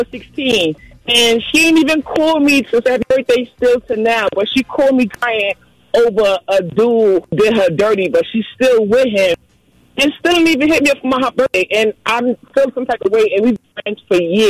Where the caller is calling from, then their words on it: New York City, New York, United States; I'm from Brooklyn.